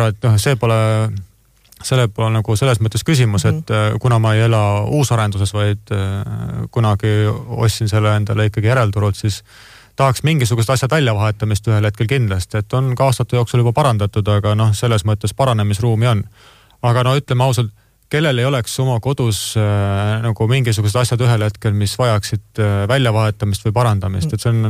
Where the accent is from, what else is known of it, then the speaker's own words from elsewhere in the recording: Tamsalu, Lääne-Viru County, Estonia; moved away; ma olen maalt pärit Lääne-Virumaalt väiksest linnast nagu Tamsalu